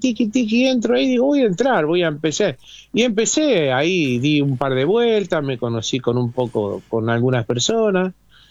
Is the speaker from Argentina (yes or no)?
yes; Rosario, Santa Fe, Argentina; born there; Sí, los dos, mi señora también, los dos nacimos en Rosario.